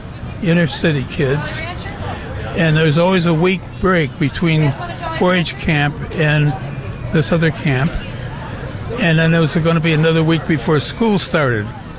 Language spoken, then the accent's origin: English; Buffalo, New York, United States; now in Whatcom County, Washington, United States; I grew up outside of Buffalo, New York.